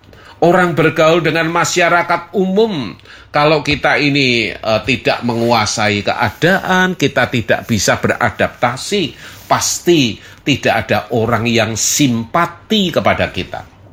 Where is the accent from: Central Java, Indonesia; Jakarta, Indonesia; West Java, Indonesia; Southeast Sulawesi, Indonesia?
Central Java, Indonesia; Surakarta; sama-sama orang Jawa Tengah. Bahasa kita, orang Solo, dengan orang Semarang ada yang berbeda.